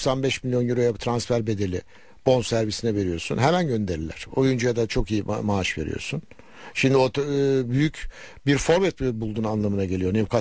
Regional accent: Ankara, Turkey; Çünkü ben de Ankaralıyım.

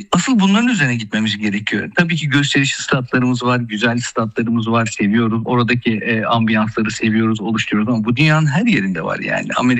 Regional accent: Istanbul, Turkey; İstanbul'da bir sokaklarda büyüdük. Futbol sahalarında, toprak futbol sahalarında büyüdük.

